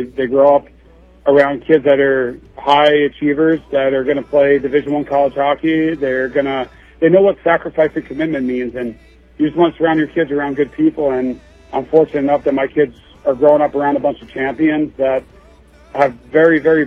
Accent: East Coast, United States; moved away; I'm from the East Coast

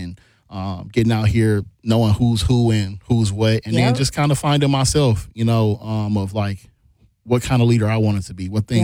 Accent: Mississippi, United States; born or raised there

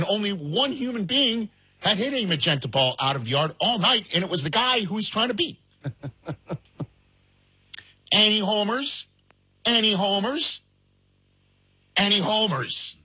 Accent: New York City, New York, United States; I'm from New York City. That's just up, you know, the Acela.

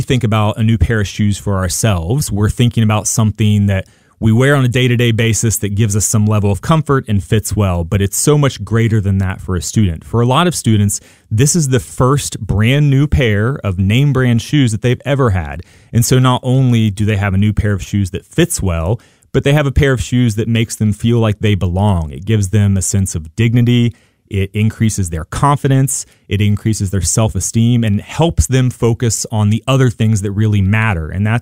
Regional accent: West Virginia, United States; We're all from West Virginia. Most are from Charleston specifically.

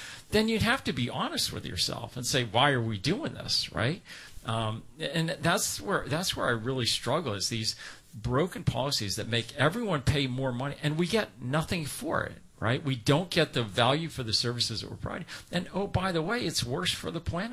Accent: Maine, United States; now in California, United States; I grew up in Maine. Okay, in Maine we had this thing called snow, and we had salt on the roads

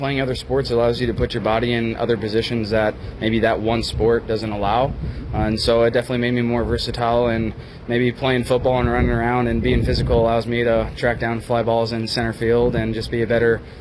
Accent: Las Vegas, Nevada, United States; growing up in Vegas

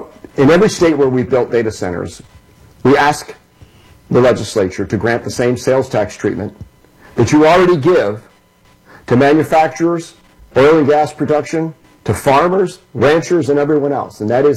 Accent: Pennsylvania, United States; I'm from Western Pennsylvania.

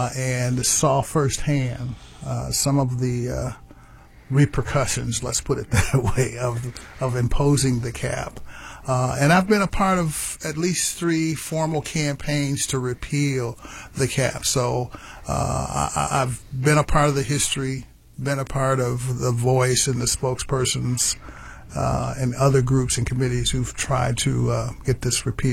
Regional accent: Saginaw, Michigan, United States; Native of Saginaw, born and raised in Saginaw.

